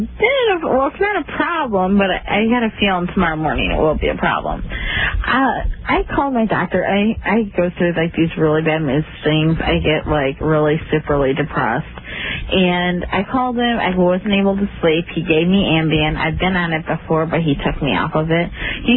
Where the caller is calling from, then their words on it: Illinois, United States; I'm calling from Illinois.